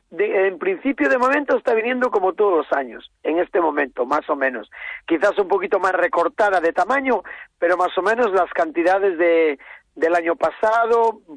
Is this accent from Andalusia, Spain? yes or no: no; Galicia, Spain; somos gallegos.